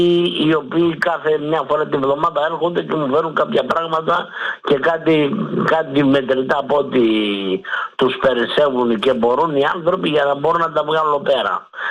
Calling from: Aigaleo, Attica, Greece; είμαι από το Εγάλιο

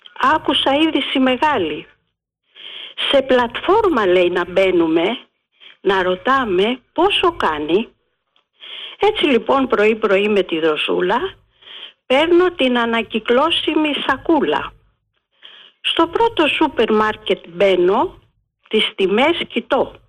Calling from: Porto Rafti, Attica, Greece; Να είστε καλά … από το Πορτοράφτη.

